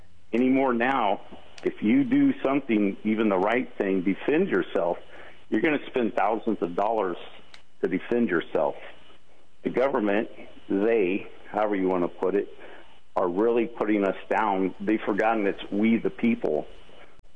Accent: Salinas, California, United States; born or raised there

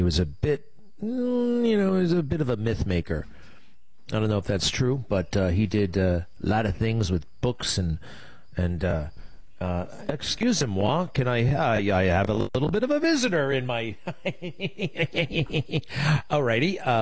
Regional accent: Oyster Bay, New York, United States; Now, I grew up on Long Island, Sagamore Hill in Oyster Bay.

